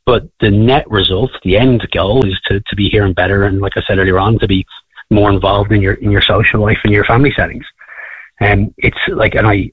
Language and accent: English; County Wicklow, Ireland; I'm from Wicklow originally.